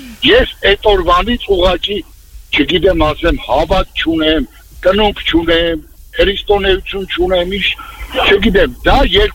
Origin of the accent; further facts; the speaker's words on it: Yerevan, Armenia; Հիմա ես Երևանից եմ, բայց Ռաֆանից մինչև Սադախլու շինարություն եմ անում, ի՞նչ կապ ունի որտեղից։